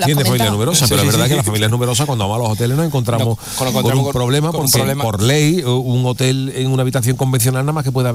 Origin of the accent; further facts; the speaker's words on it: Cádiz, Andalusia, Spain; Yo soy de la Viña, de la calle La Palma.